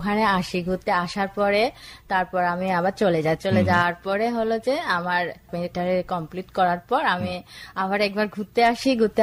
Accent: Khagrachari, Chittagong Division, Bangladesh; now in Rangamati, Bangladesh; আমার বাড়ি কিন্তু খাগড়াছড়ি

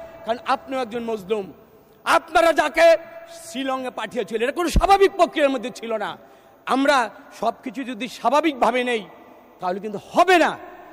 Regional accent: Munshiganj, Dhaka Division, Bangladesh; আমি মুন্সিগঞ্জের মানুষ।

